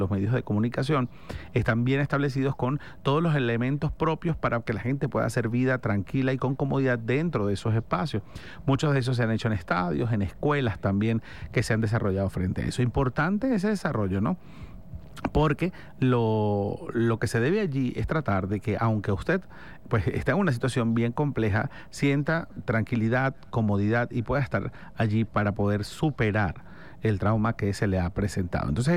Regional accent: Maracaibo, Zulia, Venezuela; moved away as an adult; now in Caracas, Venezuela; yo soy de Maracaibo y me vine a vivir a Caracas hace ya poco más de 20 años y eso es pues parte de mi desarrollo de vida.

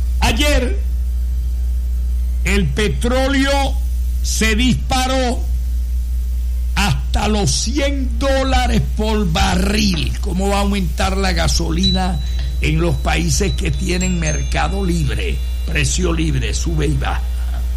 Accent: Venezuela; qué vergüenza siento yo como venezolano

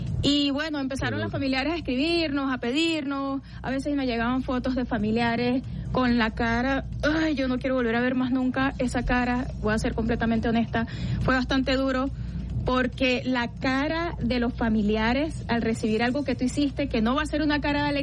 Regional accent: La Guaira, Venezuela; moved away as an adult; now in Caracas, Venezuela; yo soy guaireña, mi familia lo es, me criaron en La Guaira, toda la vida viví allí hasta que fui ya más adulta y ya me mudé para acá, para Caracas.

